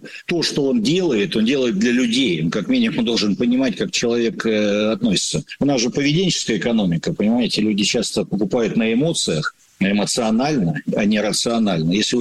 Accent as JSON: {"language": "Russian", "region": "Ural", "country": "Russia", "tie": "born or raised there", "lives_now": "Moscow, Russia", "said": "я родился и вырос на Урале, значит, и приехал в Москву"}